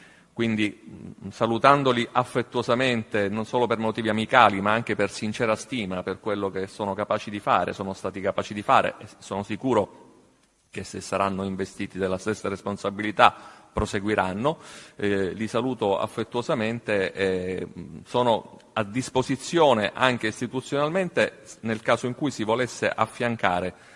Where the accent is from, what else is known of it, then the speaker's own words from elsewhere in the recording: Palermo, Sicily, Italy; i palermitani, vedo anche il senatore Antonio Battaglia, siamo sicani, quindi fenici